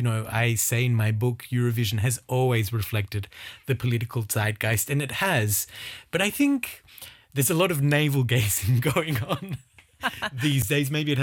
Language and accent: English; Australia; I'm from Australia